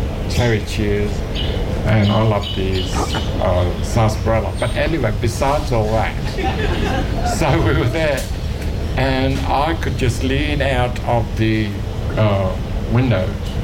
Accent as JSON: {"language": "English", "town": "Darwin", "region": "Northern Territory", "country": "Australia", "tie": "born there", "said": "and then we moved from there to even further into Fanny Bay, which was Giles Street, which is just near the beach."}